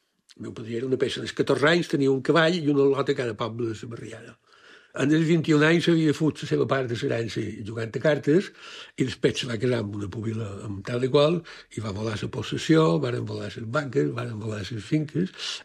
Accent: Llucmajor, Balearic Islands, Spain; s'entendreu, vaig néixer a Llucmajor, a la casa de la seva mare, el 5 de maig del 58, 1958.

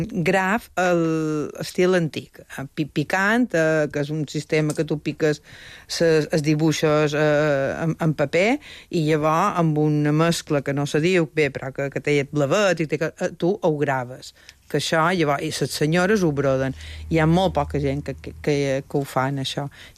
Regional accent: Balearic Islands, Spain; En sóc un mallorquí, la veritat que de cada pin menys.

